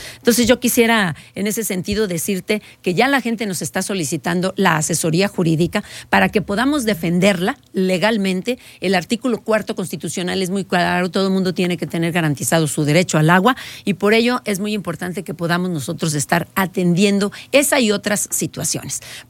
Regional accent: Aguascalientes, Mexico; Somos los ciudadanos de Aguascalientes, los afectados.

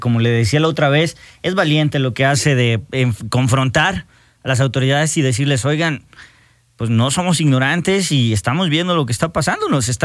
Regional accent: Mexico; La manifestación es un derecho que tenemos como mexicanos

